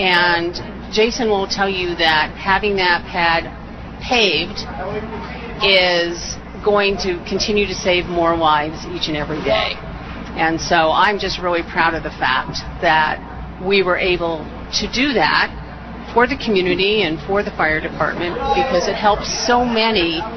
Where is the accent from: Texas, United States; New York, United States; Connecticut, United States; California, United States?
California, United States; I grew up in California